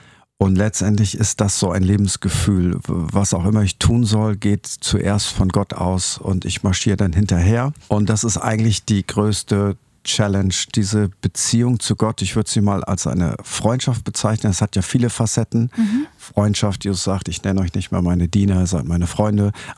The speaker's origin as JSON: {"language": "German", "region": "Lower Saxony", "country": "Germany", "said": "Ich hatte bei uns in Ostfriesland haben alle bei der Meierwerft gearbeitet oder bei VW in Emden."}